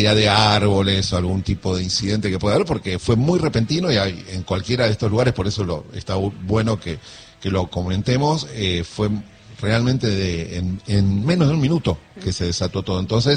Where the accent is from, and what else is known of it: Argentina